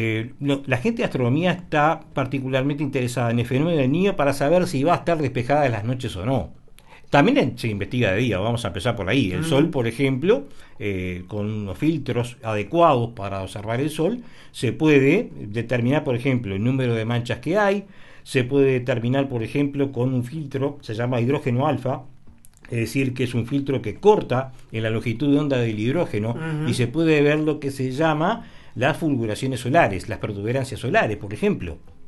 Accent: Montevideo, Uruguay; moved away as an adult; also born or lived in Solimar, Uruguay; now in Marindia, Uruguay; Yo soy montevideano de por sí, viví hasta los 46 años en Montevideo, hasta que por razones familiares me mudé a Solimar, aquí en la Costa de Oro

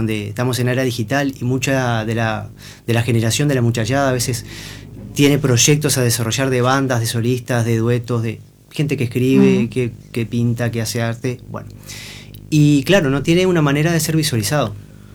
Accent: Toledo, Canelones, Uruguay; now in Treinta y Tres, Uruguay; Yo en realidad vivo acá hace 26 años, ¿tá? Soy oriundo de Canelones, de Toledo

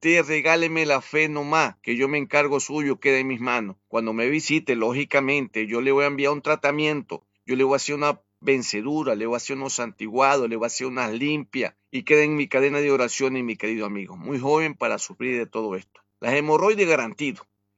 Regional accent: Ecuador; now in Solís de Mataojo, Uruguay; me encuentra como … el Facebook.

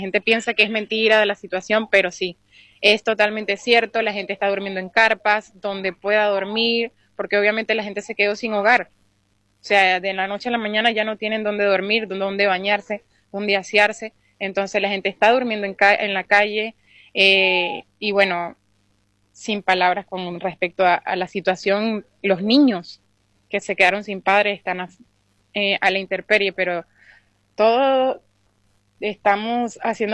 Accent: Caracas, Capital District, Venezuela; Bueno, mi familia, yo soy de Caracas, donde hubo grandes daños.

